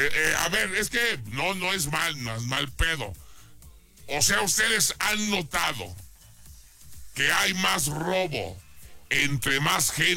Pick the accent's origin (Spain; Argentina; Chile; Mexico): Mexico; Guadalajara, Jalisco; now in Aguascalientes, Mexico; yo soy de Guadalajara